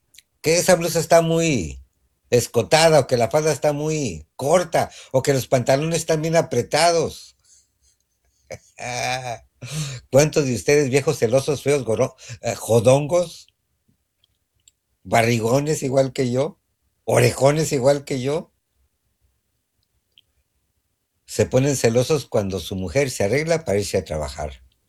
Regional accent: Mexico

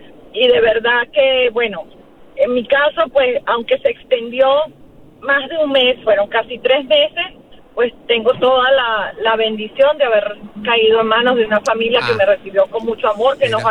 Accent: Venezuela; now in Mexico; No, me pasó aquí cuando llegué de Venezuela en agosto del 2024. Le pedí a una familia mexicana amiga de hacía veintitantos años que me recibieran mientras me establecía por un mes.

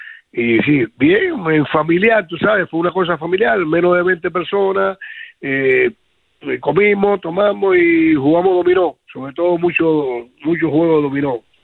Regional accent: Villa Clara, Cuba; tú sabes que soy de Villa Clara, pero bueno, tuve mucho tiempo.

